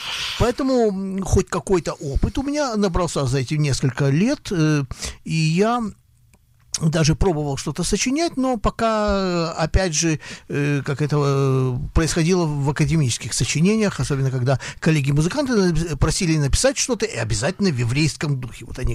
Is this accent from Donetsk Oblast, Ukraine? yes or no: no; Odesa, Odesa Oblast, Ukraine; born or raised there